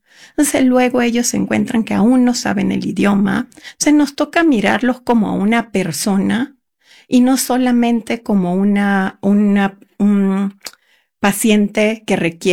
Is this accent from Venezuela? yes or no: yes; Venezuela; now in Utah, United States; Venezolana.